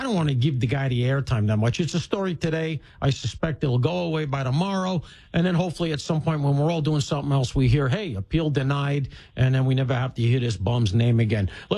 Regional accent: Brooklyn, New York, United States; I was born in Flatbush, spent a lot of my childhood in Brooklyn

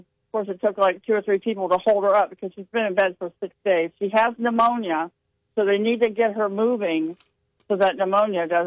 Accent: Ohio, United States; now in Nashville, United States; So I'm born and raised in Ohio. I went to college. One of my colleges, I went to Ohio, but I live in Nashville now.

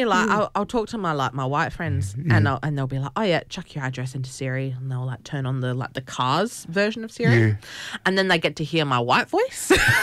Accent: Adelaide, South Australia, Australia; me with being in Adelaide, you know, and forever, like, I grew up here. Yeah. Born and bred

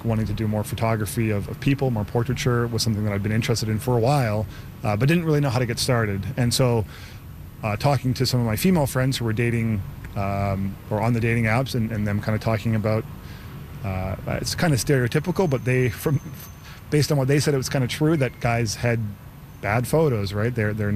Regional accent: Victoria, British Columbia, Canada; I mean, I grew up here in Victoria, so I've kind of seen a lot of this before.

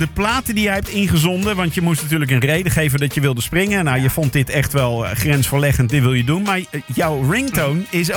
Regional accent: Netherlands; Hoe zijn wij Nederlanders?

